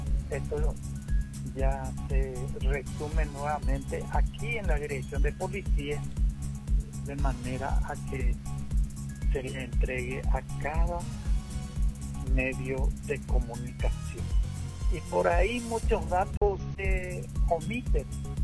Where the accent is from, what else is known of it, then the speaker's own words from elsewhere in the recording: Mallorquín, Alto Paraná, Paraguay; moved away; yo soy de Mallorquín, tengo muchos parientes, hermanos allá